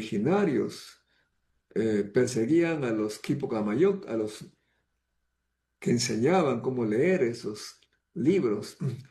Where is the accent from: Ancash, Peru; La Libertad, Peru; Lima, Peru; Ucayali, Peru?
La Libertad, Peru; Salpo; en mi pueblo Salpo